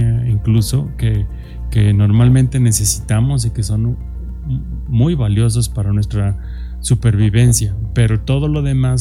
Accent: San Luis Potosí, Mexico; nosotros como mexicanos, o incluso a lo mejor hasta como potosinos.

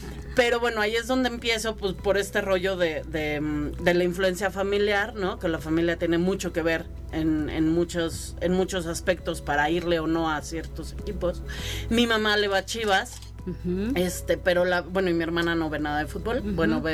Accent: San Luis Potosí, Mexico; also born or lived in Mexico City; Mira, yo nací en Ciudad de México, me vine a San Luis muy chica.

